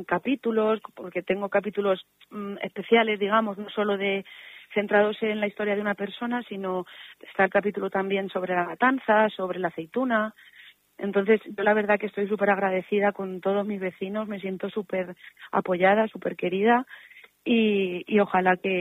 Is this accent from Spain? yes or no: yes; Santa Cruz de los Cáñamos, Castilla-La Mancha, Spain; La gente de mi pueblo, sobre todo, es gente trabajadora, muy trabajadora, la mayoría agricultores, y siempre nos hemos caracterizado por ser gente muy acogedora.